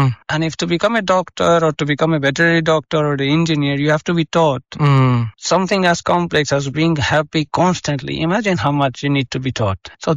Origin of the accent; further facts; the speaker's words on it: Spain; So actually … Many might be questioning why … if I'm a Spanish person.